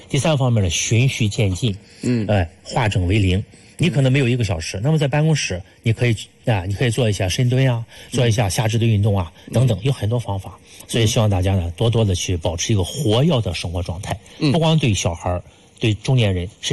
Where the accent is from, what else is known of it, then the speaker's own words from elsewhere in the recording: China; 我们中国人